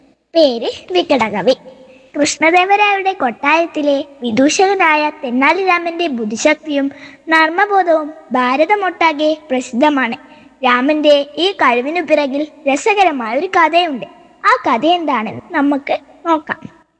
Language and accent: Malayalam; Kallerikkara, Kerala, India; എന്റെ നാട് കല്ലേരിക്കര. ഞാൻ 6-ാം ക്ലാസ്സിലാണ് പഠിക്കുന്നത്.